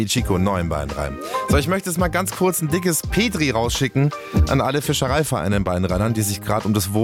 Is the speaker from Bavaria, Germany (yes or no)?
yes; Dachau, Bavaria, Germany; wenn ich zum Beispiel an der Amper vorbeifahre, meiner Heimatstadt in Dachau